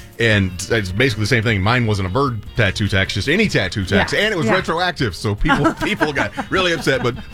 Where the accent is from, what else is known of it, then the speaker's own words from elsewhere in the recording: the South, United States; moved away; I grew up in the South, and mosquitoes are a big deal back there